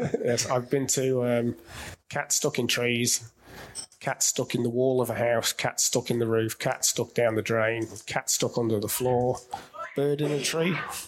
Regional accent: Australia; We just call it BA because we're Australian and we're a bit lazy.

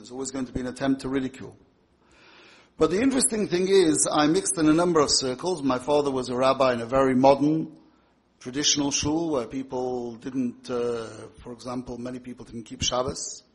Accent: Manchester, North West England, United Kingdom; I grew up in Manchester, in England. My grandfather was a Chabad Chosid from Dvinsk. My father was brought up in London between the First and Second World War

